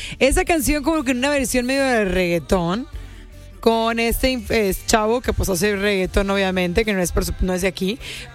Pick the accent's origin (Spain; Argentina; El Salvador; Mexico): Mexico; como buenos mexicanos, quiero pensar que nos inspiramos